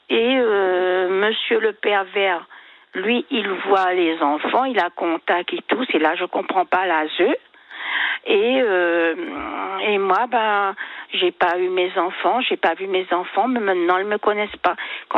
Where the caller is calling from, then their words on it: Le Tampon, Réunion; Je suis au tampon.